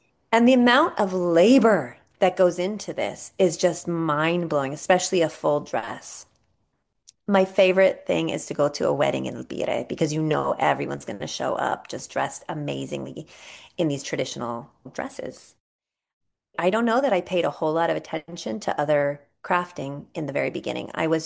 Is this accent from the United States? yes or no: yes; United States; moved away as an adult; also born or lived in Palestine; I'm American.